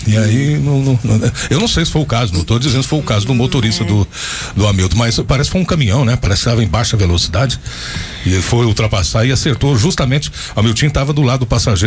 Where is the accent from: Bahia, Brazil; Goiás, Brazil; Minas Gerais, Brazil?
Goiás, Brazil; moved away; also born or lived in São Paulo; Eu me lembro na transição de São Paulo aqui, de volta para minha terra. Fiquei muitos anos fora de Goiás e em 98 eu voltei. Mas em 97 foi um ano de transição, né? Fiquei ali uns 6 meses decidindo se vinha mesmo